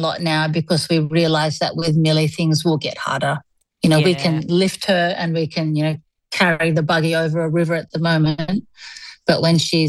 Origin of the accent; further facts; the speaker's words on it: Sydney, New South Wales, Australia; now in Oxford, United Kingdom; Yes, yes, yeah. We're from Sydney. We're actually doing a house swap at the moment, met a lovely lady online. So we're living in her home in Oxford.